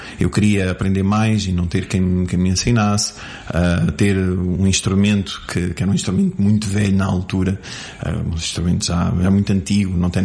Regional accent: Rocio, Portugal; born there

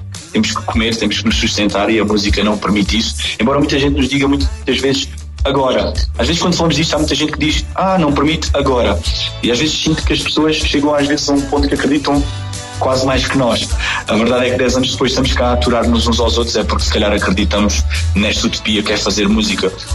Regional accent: Alentejo, Portugal; Nós somos do Alto Alentejo. E nós estávamos numa casinha de madeira, no meio do nada, numa zona fluvial, numa praia ribeirinha

